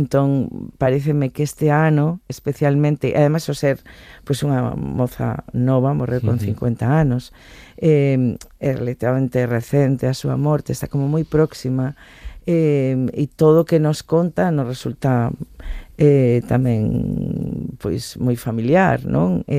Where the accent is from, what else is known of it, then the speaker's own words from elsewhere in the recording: Mos, Galicia, Spain; compuxena pensando nas súas voces de mulleres indómitas e fortes da miña terra, de Sanguiñeda, de Mos.